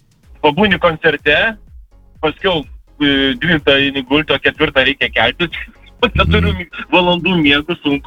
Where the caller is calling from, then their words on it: Kaunas, Kaunas County, Lithuania; aš iš Kauno.